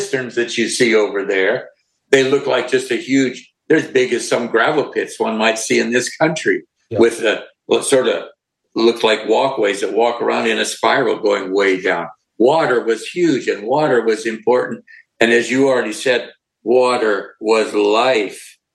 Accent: Montana, United States; When I was growing up, I grew up in Montana

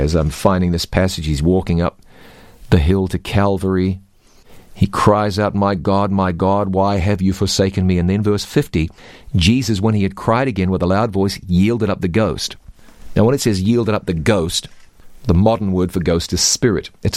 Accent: New Zealand; moved away; I can speak American and New Zealand. New Zealand's my home country. I can speak Australian and English and Canadian.

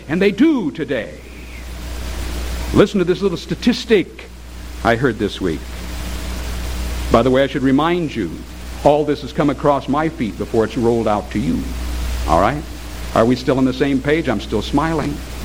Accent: United States; I'm an American. I live in America

